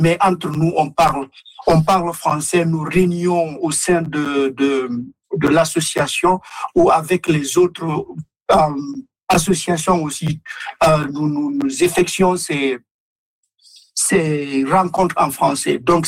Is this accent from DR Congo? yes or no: no; Guinea; also born or lived in France; now in Calgary, Canada; moi, je suis de la première génération d'immigrés à Calgary ici. Donc, plein d'amis, je vais dire 99% de la communauté guinéenne, nous venons de la Guinée, de la France